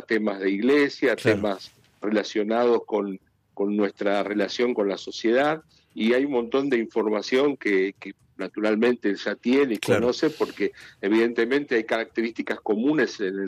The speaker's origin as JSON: {"language": "Spanish", "country": "Argentina", "said": "de nuestra vida como argentinos, también con los hermanos uruguayos y peruanos."}